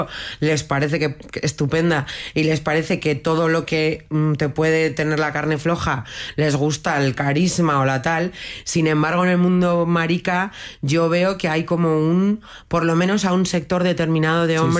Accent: Bilbao, Basque Country, Spain; Pues porque somos gente peleona. Porque vivir en Bilbao es

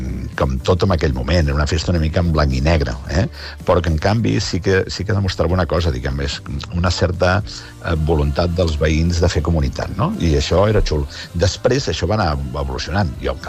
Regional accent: Barcelona, Catalonia, Spain; quan jo era petit recordo que al Poblenou doncs pujaven els veïns d'una escala al terrat

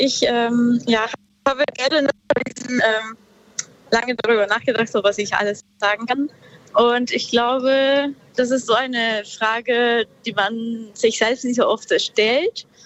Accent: northern Peru, Peru; moved away; ich komme ursprünglich aus Peru. Ich bin im Norden von Peru aufgewachsen und da gab es sehr viel Natur

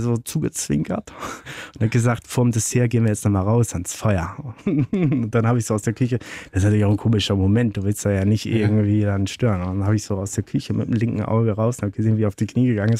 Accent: Ellerdorf, Schleswig-Holstein, Germany; Ja, genau. Mittelpunkt von Schleswig-Holstein, das Örtchen hieß Ellerdorf, da steckt das Dorf schon im Namen drin.

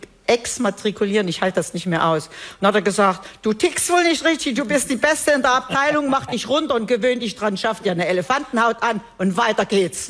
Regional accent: Weimar, Thuringia, Germany; Ich komme aus Weimar-Schöndorf, wo alles harmonisch war. Ich mit Tieren auf dem Bauernhof, Oma, Opa, eine gut funktionierende Familie.

